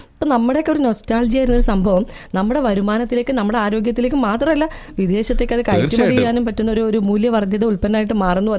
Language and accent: Malayalam; Kerala, India; now in United Arab Emirates; നമ്മുടെ കേരളത്തിൽ